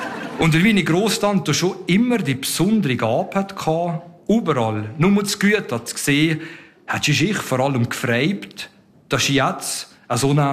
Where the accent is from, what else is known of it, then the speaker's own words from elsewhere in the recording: Leuk, Valais, Switzerland; moved away as an adult; also born or lived in United States / Bern; Ich bin aufgewachsen im Kanton Wallis in Leuk. Das ist im Tal, nicht weit von Leukerbad entfernt. Da bin ich aufgewachsen, 20 Jahre da gewohnt und gelebt. Bin nachher ein paar Jahre nach Amerika gegangen